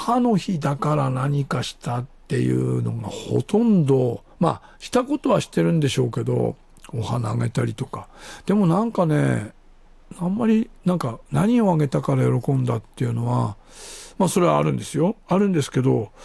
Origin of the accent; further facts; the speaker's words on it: Fujisawa, Kanagawa, Japan; 僕の生まれ故郷の藤沢市辻堂、ね、この海岸のある、湘南海岸のあるこの場所は。